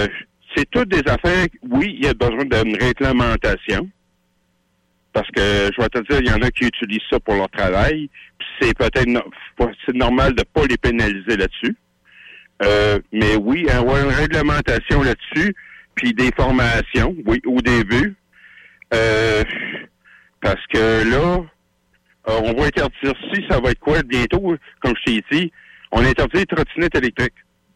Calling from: Lévis, Quebec, Canada; Moi, je suis à Lévis, ici, le soir, là.

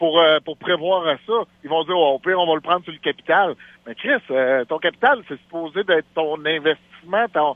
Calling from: Saint-Jérôme, Quebec, Canada; Oui, je suis à Sainte-Sophie-Saint-Jérôme.

